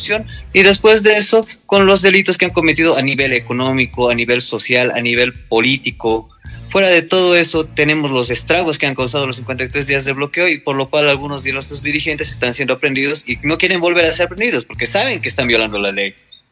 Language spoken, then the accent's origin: Spanish; Bolivia; nosotros como bolivianos ya nos hemos dado cuenta